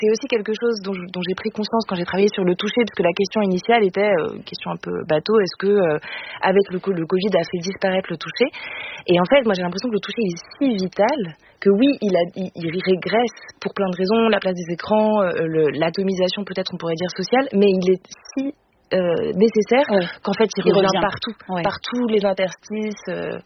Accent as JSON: {"language": "French", "region": "Grand Est", "country": "France", "said": "On vient de Lorraine."}